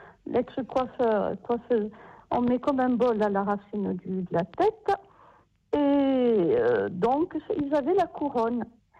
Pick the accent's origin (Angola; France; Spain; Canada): France; Corsica; comme on disait chez nous en Corse, à church.